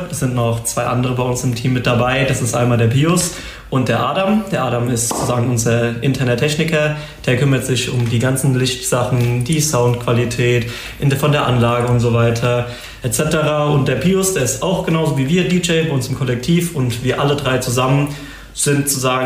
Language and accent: German; Alzenau, Bavaria, Germany; Ich komme aus Alzenau. Ich bin 23 Jahre alt.